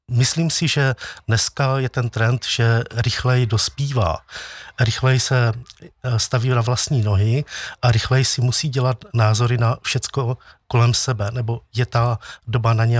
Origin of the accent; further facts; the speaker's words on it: Zlín, Zlín Region, Czechia; A já jsem zažil něco podobného u nás ve Zlínské farnosti, kdy se nám věnovali naši kněží, sice trochu tajně, neboť se o skautu nesmělo hovořit